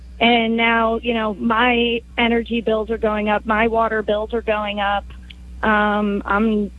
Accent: Pittsburgh, Pennsylvania, United States; I'm from Pittsburgh.

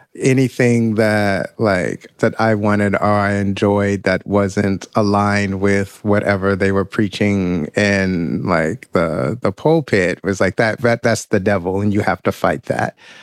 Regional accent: United States; born or raised there

